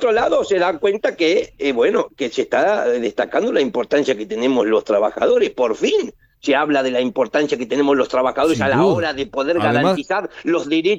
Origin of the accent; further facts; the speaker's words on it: Argentina; ¿En serio, como argentinos, vamos a tolerar que esta Cristalina Georgieva nos diga que no le preocupa que la Argentina no tenga dinero para pagar la deuda?